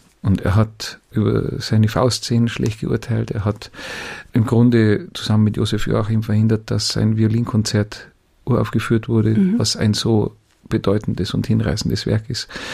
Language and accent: German; Bavaria, Germany; wir würden als Bayer sagen, eine Verhunakelung.